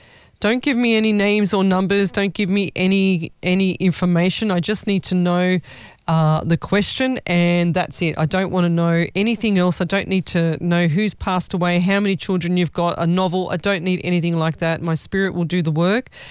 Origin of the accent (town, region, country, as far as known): Sydney, New South Wales, Australia